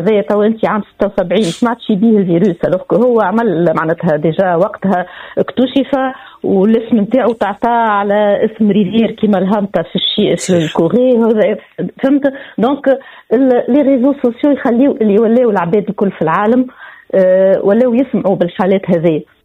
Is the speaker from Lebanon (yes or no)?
no; Tunisia